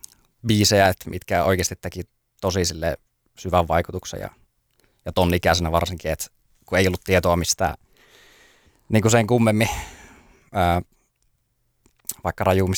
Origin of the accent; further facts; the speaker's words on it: Puolanka, Kainuu, Finland; sieltä mistä mä oon kotoisin, Puolanka-niminen tosi pieni tuppukylä